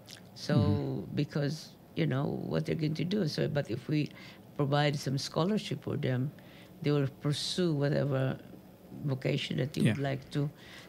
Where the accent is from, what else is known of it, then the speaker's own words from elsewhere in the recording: Ormoc, Eastern Visayas, Philippines; That happens as well in my hometown in Ormoc City.